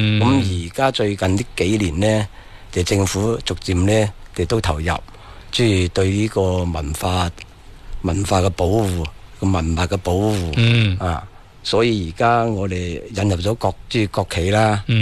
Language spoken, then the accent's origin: Cantonese; Guangdong, China; 我而家喺度土生土长嘅，因为细个就我哋都喺度住嘅。